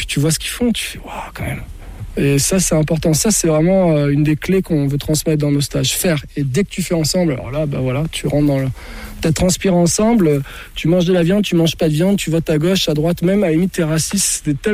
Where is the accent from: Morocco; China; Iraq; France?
France; the Alps; Nous, on vient des Alpes, on a 20 ans d'expérience en nature